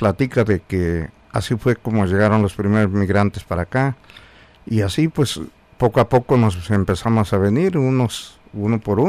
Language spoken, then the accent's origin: Spanish; Magdalena Jaltepec, Oaxaca, Mexico; now in Fresno, United States; Bueno, mire, paisano, pues aquí en Fresno, los primeros migrantes que llegaron acá fueron de mi pueblo Magdalena Jaltepec.